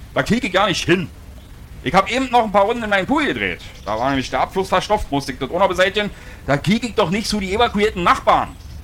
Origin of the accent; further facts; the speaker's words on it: East Germany, Germany; Na, wir sind doch alle aus dem Osten, wa?